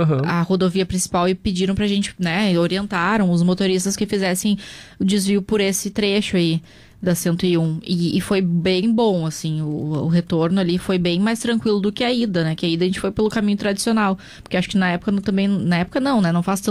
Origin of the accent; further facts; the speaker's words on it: Cachoeira do Sul, Rio Grande do Sul, Brazil; now in Porto Alegre, Brazil; Sou natural de Cachoeira do Sul e às vezes um fim de semana sim, outro não, eu viajo para lá. E daqui até lá dá 2 horas e meia.